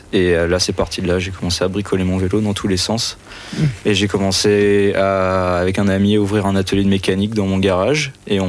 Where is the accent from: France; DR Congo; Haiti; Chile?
France; moved away as an adult; now in Belgium; Non, je suis français.